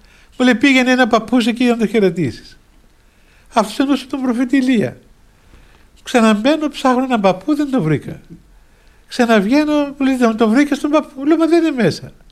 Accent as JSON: {"language": "Greek", "town": "Limassol", "region": "Limassol District", "country": "Cyprus", "said": "Λέει εσύ ποιος είσαι, λέω … Είμαι από τη Λεμεσό, είμαι διάκονος."}